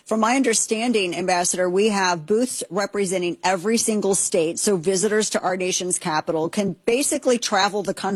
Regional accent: St. Louis, Missouri, United States; now in Texas, United States; because I live in Texas now, originally from St. Louis, and we had the 1904 World's Fair. That city, my hometown, still to this day talks about.

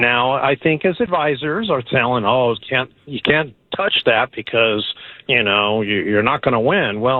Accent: Cupertino, California, United States; I grew up in Cupertino

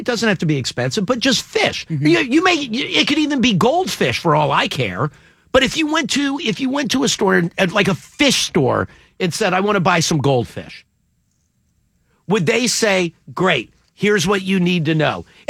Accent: Richmond, Virginia, United States; In my hometown of Richmond, Virginia, there's a long-lived neighborhood dive bar that is charming enough

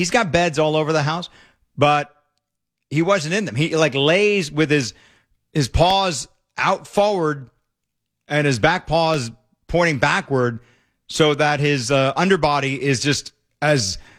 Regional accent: East Coast, United States; now in San Diego, United States; I grew up on the East Coast.

